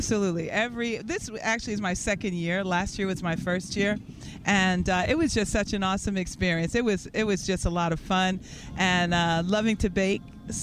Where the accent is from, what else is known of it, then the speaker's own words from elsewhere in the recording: Brooklyn, New York, United States; I'm from Brooklyn. I knew how to swim when